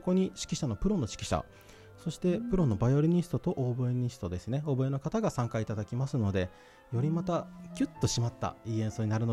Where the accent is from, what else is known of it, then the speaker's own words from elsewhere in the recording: Nobeoka, Miyazaki, Japan; 私も信岡出身として